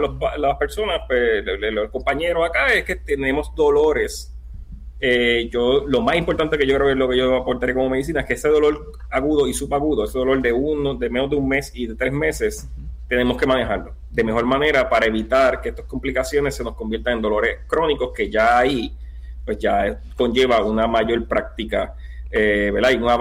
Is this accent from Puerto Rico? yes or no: yes; Puerto Rico